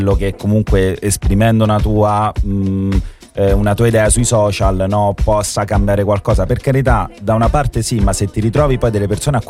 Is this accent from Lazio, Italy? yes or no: yes; Rome, Lazio, Italy; Io da romano